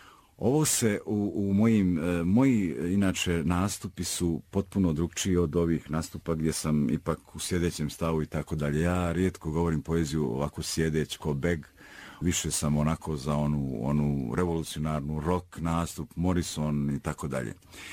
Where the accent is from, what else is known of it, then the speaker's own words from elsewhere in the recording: Sanski Most, Federation of Bosnia and Herzegovina, Bosnia & Herzegovina; rekao hvala ti, ali ja sam iz Sanskog mosta.